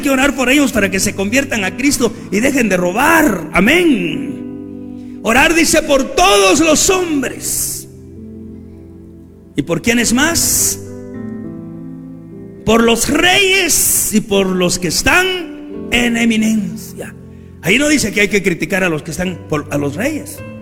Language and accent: Spanish; Guatemala; nuestra gente linda de Guatemala